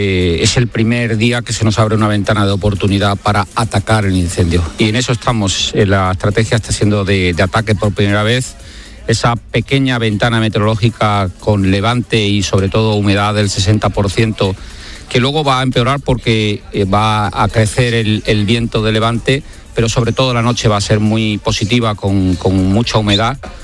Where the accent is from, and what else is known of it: Cádiz, Andalusia, Spain